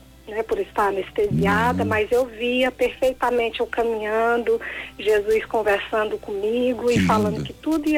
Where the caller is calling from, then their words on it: Brasília, Federal District, Brazil; Eu tô falando de Brasília.